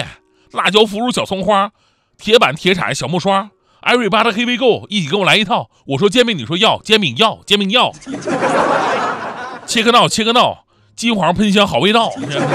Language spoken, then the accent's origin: Chinese; Jilin, China; moved away as an adult; 我是东北的，他们问我东北哪儿啊，我说是吉林省。